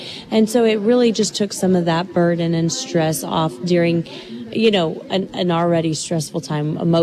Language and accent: English; Amarillo, Texas, United States; born and raised in Amarillo, you know, we have a great community.